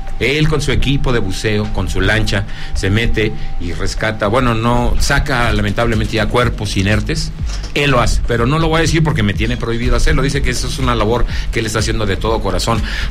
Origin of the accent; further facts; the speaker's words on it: Zacatecas, Mexico; Muchas gracias, mi querido Rodrigo Chávez, jefe de fotografía de mi tierra, Zacatecas.